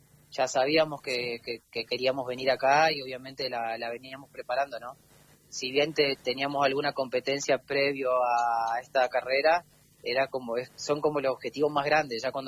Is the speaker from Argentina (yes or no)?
yes; Río Turbio, Santa Cruz, Argentina; la de Argentina, la de mi provincia y la de mi pueblo Río Turbio